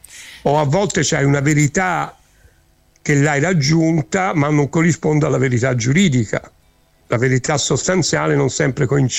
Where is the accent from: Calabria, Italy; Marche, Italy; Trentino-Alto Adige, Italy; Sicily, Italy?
Sicily, Italy; Catania; Catania, che è tra l'altro la mia città natale